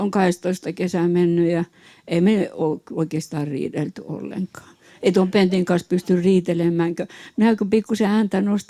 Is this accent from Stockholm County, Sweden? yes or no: no; Västerås, Västmanland, Sweden; minä tulen Westerosista ja Pentti tulee Köpingistä.